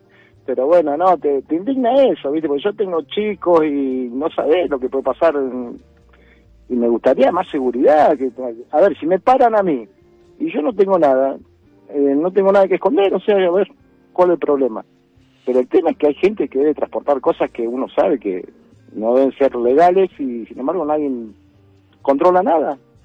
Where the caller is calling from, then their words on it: Neuquén, Argentina; soy de Neuquén